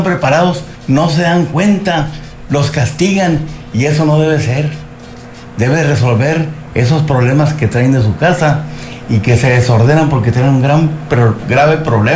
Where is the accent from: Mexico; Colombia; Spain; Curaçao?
Mexico; Allende, Coahuila; Yo soy de Allende, nativo de Allende, Coahuila.